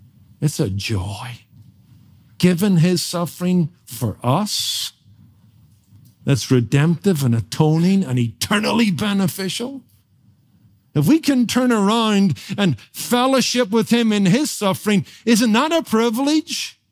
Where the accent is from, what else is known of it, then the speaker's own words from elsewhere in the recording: Northern Ireland, United Kingdom; spent her latter years in my home country of Northern Ireland